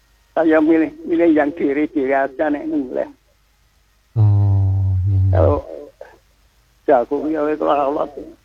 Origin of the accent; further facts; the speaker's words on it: Nagan, Special Region of Yogyakarta, Indonesia; Kan saya aslinya Nagan karena asli saya itu.